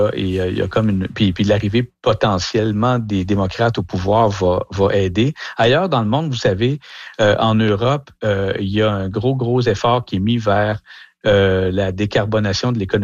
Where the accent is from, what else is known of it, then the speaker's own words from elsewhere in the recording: Canada; Aux États-Unis, mais aussi chez nous au Canada, hein